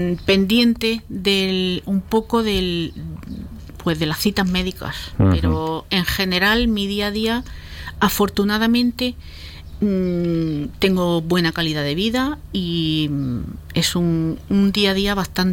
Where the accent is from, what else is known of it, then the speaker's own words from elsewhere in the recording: Almería, Andalusia, Spain; moved away as an adult; also born or lived in Fondón / El Puerto de Santa María; now in Granada, Spain; Yo soy de Almería y bueno, lo único que llevo desde el 2012 viviendo en Granada, o sea que tengo el corazón partido.